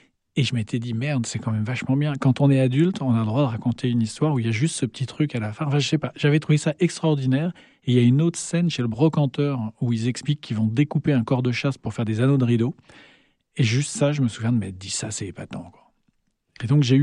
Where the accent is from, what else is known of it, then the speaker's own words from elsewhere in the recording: Nantes, Pays de la Loire, France; En fait, moi, j'ai grandi à Nantes, donc pas très loin de la Loire, et j'ai passé toutes mes vacances entre Nantes et Angers, dans un petit village qui s'appelle Chantosseau